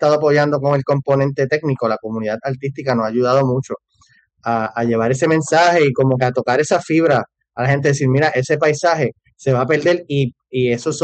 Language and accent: Spanish; Puerto Rico; Nuestra historia … somos los descendientes de Ramón Emeterio Betances y Alacán